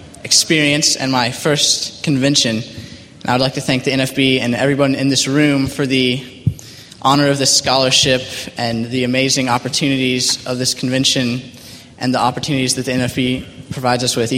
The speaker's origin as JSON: {"language": "English", "town": "Atlanta", "region": "Georgia", "country": "United States", "said": "from Atlanta, Georgia, and in the fall, I will be a freshman at Washington and Lee University in Lexington, Virginia."}